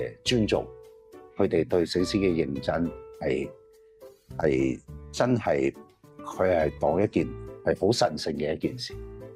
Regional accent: Hong Kong; 作為一個真係本土土生土長香港人

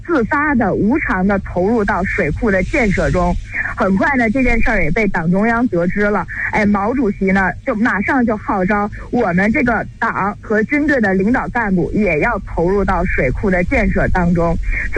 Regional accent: Beijing, China; 作为北京人

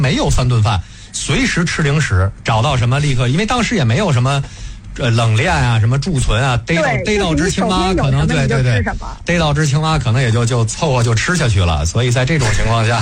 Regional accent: China; 为什么我们中国人这么注重修史，我们每一个中国的孩子，尤其是男孩子，从小就知道诸葛亮和关云长

